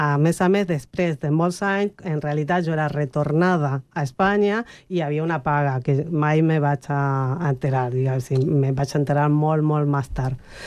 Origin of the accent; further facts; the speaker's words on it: Argentina; now in Spain; I quan jo vaig créixer allà, en realitat soc espanyola, a l'Argentina, bueno, soc espanyola de paper.